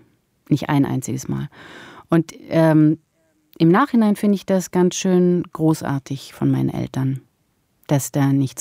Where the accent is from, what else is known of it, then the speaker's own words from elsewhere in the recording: Switzerland; accent: Swiss German; now in Germany; antworten mir mittlerweile auf Hochdeutsch, obwohl ich Schweizerdeutsch spreche.